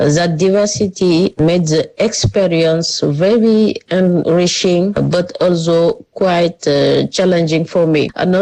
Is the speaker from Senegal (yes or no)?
yes; Senegal; accent: French; English is a second language; It is not my first language, but the participants were very kind. What matters most to me? It was able to use my voice, even with my French accent, to bring the experience of Senegalese women into an international academic space.